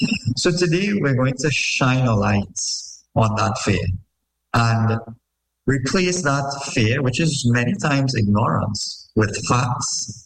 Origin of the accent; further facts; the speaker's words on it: South Trinidad, Trinidad & Tobago; folks I even know as a family or friends growing up in South Trinidad